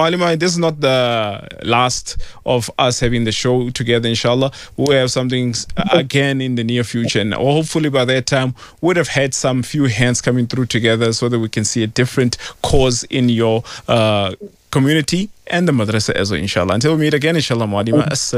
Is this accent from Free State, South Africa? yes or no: no; Pretoria, Gauteng, South Africa; I'm from Pretoria, so it's all in our blood.